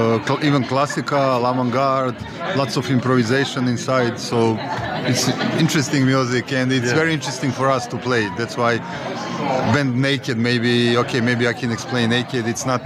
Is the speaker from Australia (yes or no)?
no; Belgrade, Serbia; coming from Serbia, Belgrade, so Balkan area of the Europe, south of Europe.